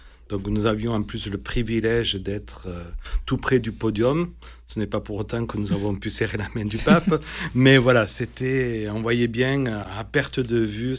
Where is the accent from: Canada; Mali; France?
France; Marseille, Provence-Alpes-Côte d'Azur; en tant que bon Marseillais